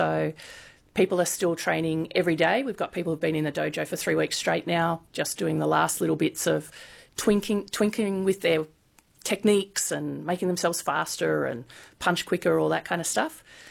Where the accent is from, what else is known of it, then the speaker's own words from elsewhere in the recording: New South Wales, Australia; We've got, I think we've got 18 people coming from our region. We're all from the Illawarra.